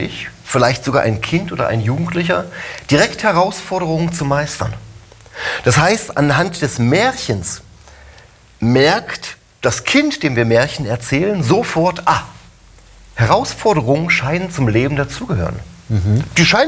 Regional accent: Germany; also born or lived in Lüneburg; ich komme aus dem Harz.

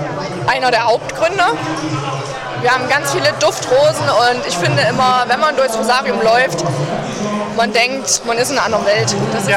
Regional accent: Sangerhausen, Saxony-Anhalt, Germany; Ich bin in Sangerhausen aufgewachsen. Ich kenne das Rosarium schon seitdem ich klein bin.

